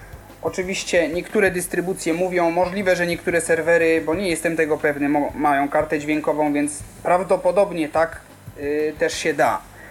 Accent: Kraków, Lesser Poland, Poland; jestem z Krakowa i mam 20 lat.

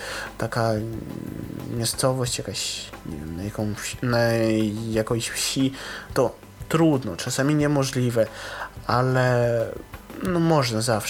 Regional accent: Russia; U nas w Rosji

